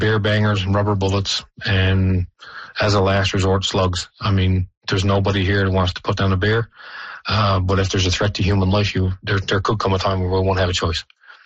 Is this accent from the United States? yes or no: no; Black Tickle, Newfoundland and Labrador, Canada; I grew up in Blacktickle, so, I mean, I remember once going into my uncle's house and just getting in through the door and the polar bear walked past the door.